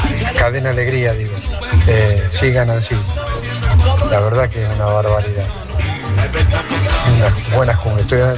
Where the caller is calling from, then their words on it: General Arenales, Buenos Aires Province, Argentina; de General Arenales, provincia de Buenos Aires.